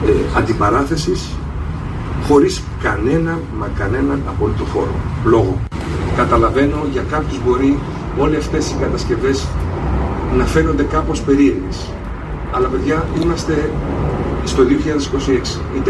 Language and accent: Greek; Thessaloniki, Central Macedonia, Greece; Είμαι από τη Θεσσαλονίκη, είμαι Μακεδόνας, είναι μεγάλη μου χαρά, είναι μεγάλη μου τιμή που είμαι Μακεδόνας.